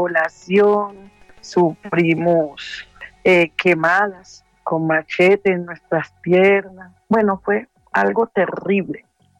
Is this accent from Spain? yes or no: no; Lloró, Chocó, Colombia; Soy del departamento del Chocó, del municipio de Lloró, de la vereda Oguro.